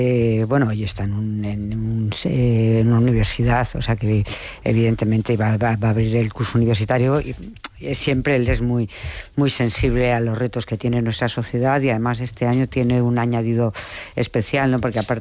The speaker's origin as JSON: {"language": "Spanish", "town": "Madrid", "region": "Community of Madrid", "country": "Spain", "said": "yo que soy de Madrid, ese problema no lo tenías"}